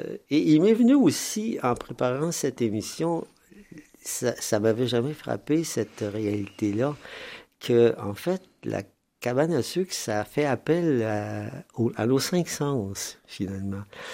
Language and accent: French; Quebec, Canada; ma région natale, la Mauricie